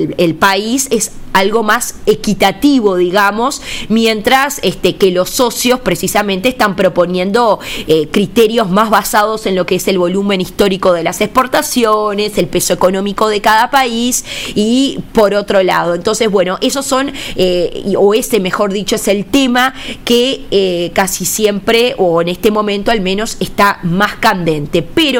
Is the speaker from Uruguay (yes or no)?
yes; Uruguay; Me quedo contenta como uruguaya